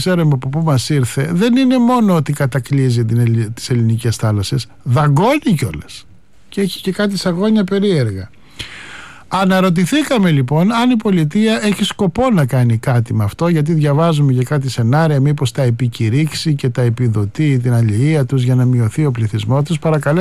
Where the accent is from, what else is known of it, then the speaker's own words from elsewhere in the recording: Skala Kamineon, North Aegean, Greece; Το σήκωσες όταν περνάγανε 10.000 μετανάστες κάθε μέρα από την Τουρκία απέναντι στη σκάλαση Καμινέα στην πατρίδα μου.